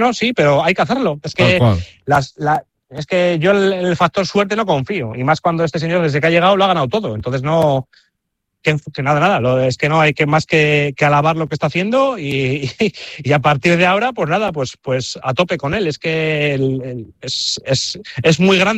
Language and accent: Spanish; Spain; aprovechando que estamos en la final, que somos españoles